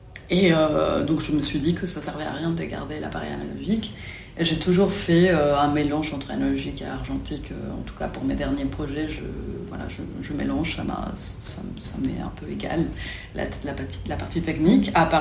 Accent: Ensenada, Baja California, Mexico; French is a second language; also born or lived in Mexico City; Moi, je viens de Mexico, mais j'ai grandi dans une toute petite ville qui s'appelle Ensenada, donc pas loin de la frontière avec les États-Unis.

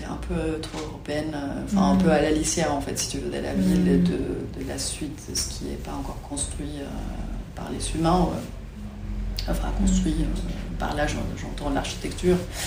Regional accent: Ensenada, Baja California, Mexico; born or raised there; also born or lived in Mexico City

